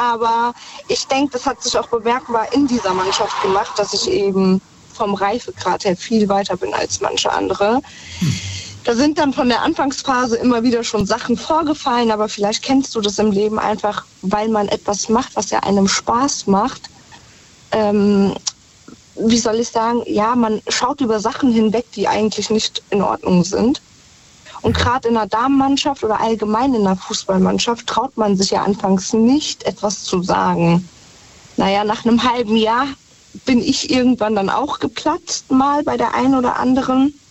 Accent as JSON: {"language": "German", "country": "Germany", "tie": "born there", "said": "Und ich bin aber in Deutschland geboren. Ich bin ja Südlände"}